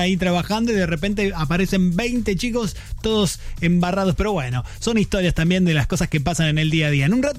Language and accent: Spanish; Santa Fe, Argentina; moved away; Santa Fe, lugar de donde yo vengo